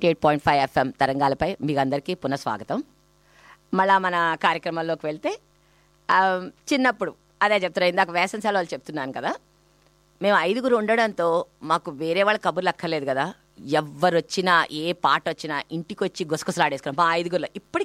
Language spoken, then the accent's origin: Telugu; Vijayawada, Andhra Pradesh, India; now in Sydney, Australia; పుట్టి పెరిగిన ఊరు. అవును, అదే అంటారు మీరు మీ కోలవెన్ను, నేను నా విజయవాడ.